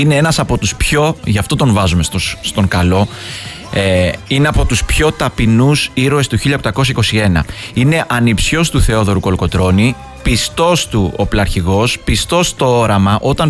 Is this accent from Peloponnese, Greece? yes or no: yes; Peloponnese, Greece; Από την Αρκαδία είμαι βεβαίως.